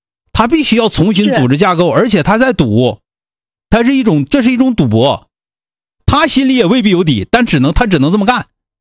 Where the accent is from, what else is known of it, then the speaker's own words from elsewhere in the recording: Northeast China, China; 最后咱们老家都是有一句话的，说孩子在外边好好干，实在太累了就回来，咱们东北足吃足喝